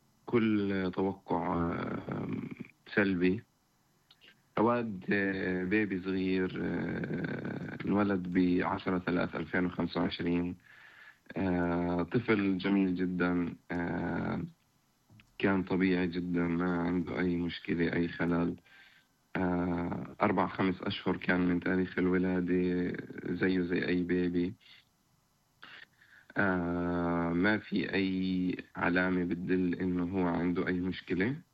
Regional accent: Nablus Governorate, Palestine; احنا من نابلس اصلا، من قرى نابلس

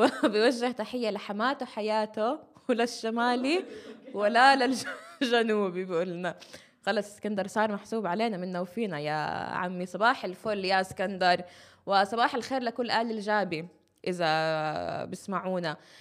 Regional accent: Nablus, West Bank, Palestine; احنا عندنا منتزة العائلات يعني حتى غير انه تراث فهو المكان كتير كتير حلو عندنا بنابلس.

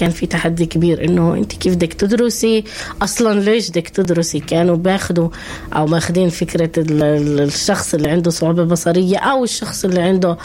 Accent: Palestine; إحنا كشعب فلسطيني متمسكين بالحياة.

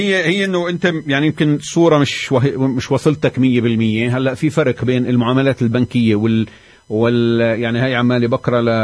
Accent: West Bank, Palestine; عندنا في الضفة

